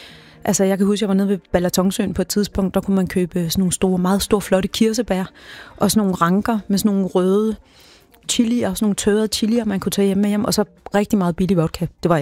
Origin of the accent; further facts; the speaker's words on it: Aalborg, North Denmark Region, Denmark; Ja, det er vi simpelthen.